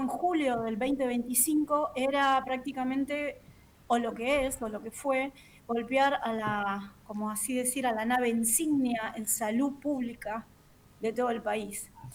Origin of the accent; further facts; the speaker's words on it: Buenos Aires, Argentina; Soy de Cava, sí.